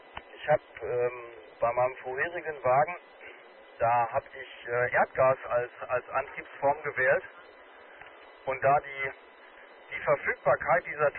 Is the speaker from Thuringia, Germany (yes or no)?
no; Dortmund, North Rhine-Westphalia, Germany; born there; Eigentlich bin ich gebürtiger Dortmunder, sollte mich eigentlich hier auf Stadtgebiet relativ gut auskennen.